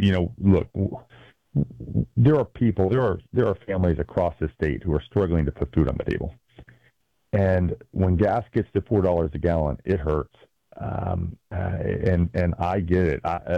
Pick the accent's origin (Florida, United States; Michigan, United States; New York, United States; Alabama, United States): Alabama, United States; Athens; I'm from North Alabama, right? I'm from Athens. I'm a hometown boy.